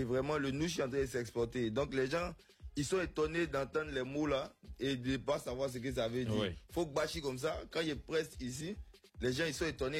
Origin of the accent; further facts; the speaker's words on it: Abidjan, Côte d’Ivoire; moi, j'ai grandi à Cocody, au Val d'Ouen 2, qui est un quartier bien tranquille.